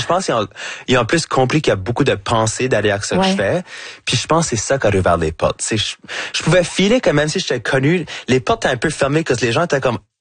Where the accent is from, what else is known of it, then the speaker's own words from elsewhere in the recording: Acadia, Canada; Aussitôt que je dis je suis French Canadian, automatiquement on peut assumer que je suis québécois parce que les gens savent pas c'est quoi l'Acadie.